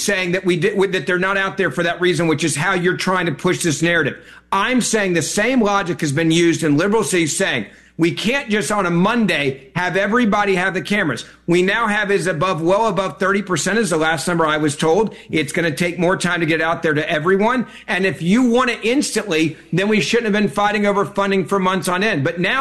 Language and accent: English; Memphis, Tennessee, United States; Memphis, I'll use that as my hometown example.